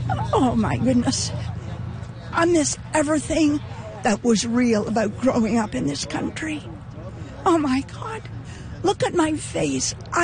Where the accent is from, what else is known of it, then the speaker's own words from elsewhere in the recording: Ontario, Canada; born there; moved away as an adult; now in Alberta, Canada; I was born in Ontario, so I'm a transplant here. I came for a little bundle with big brown eyes 25 years ago, and I've never looked back.